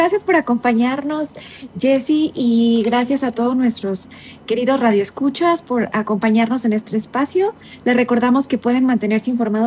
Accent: Mexico

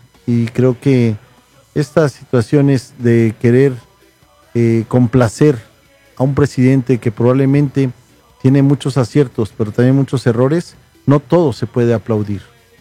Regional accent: Yautepec, Morelos, Mexico; moved away as an adult; now in United States; mi estado, de donde soy originario, no de que sea mío, el estado de Morelos, uno de los estados más pequeños, como siempre se los he dicho, de la República Mexicana

